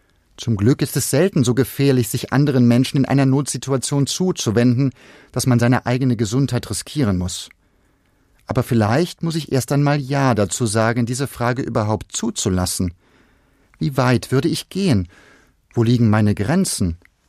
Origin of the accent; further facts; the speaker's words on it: Düren, North Rhine-Westphalia, Germany; In meiner Heimatstadt Düren sind mir vor einigen Jahren indische Ordensschwestern begegnet